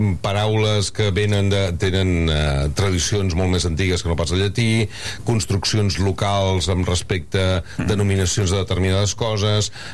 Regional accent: Barcelona, Catalonia, Spain; accent: Barcelona Catalan; jo, que vinc del català de Barcelona

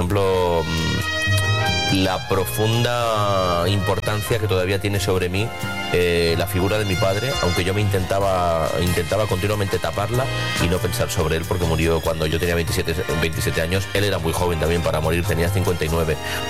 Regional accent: Badalona, Catalonia, Spain; now in Madrid, Spain; nací en Badalona, estoy orgullosísimo. Me sale la vena muy catalana en Madrid.

